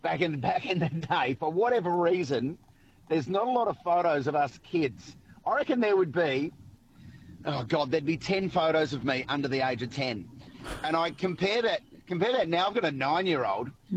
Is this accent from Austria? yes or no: no; Peebinga, South Australia, Australia; now in Melbourne, Australia; my life at the age of 9, growing up as a kid in the Mallee